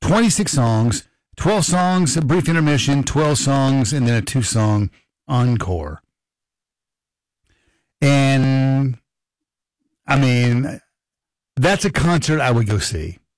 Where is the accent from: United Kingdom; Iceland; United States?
United States; Midwest; as a young man growing up in the Midwest.